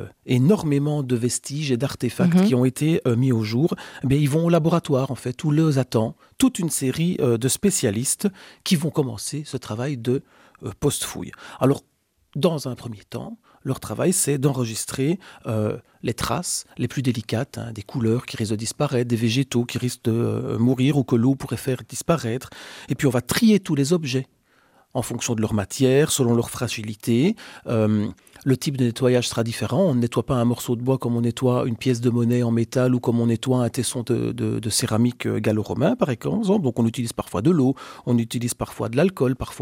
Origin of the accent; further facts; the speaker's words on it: Wallonia, Belgium; Il est chez nous en Wallonie et ça, c'est assez cool de le dire